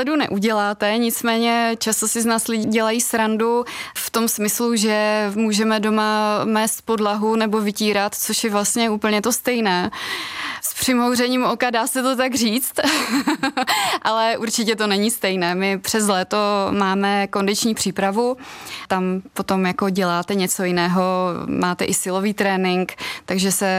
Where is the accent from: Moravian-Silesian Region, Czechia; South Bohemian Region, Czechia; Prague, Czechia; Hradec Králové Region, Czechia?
South Bohemian Region, Czechia; České Budějovice; now in Brno, Czechia; my Brňáci, já se teďka taky považuji už jako za Brňáka, mám tam trvalé bydliště, ale zároveň srdcem jsem pořád Budějčák.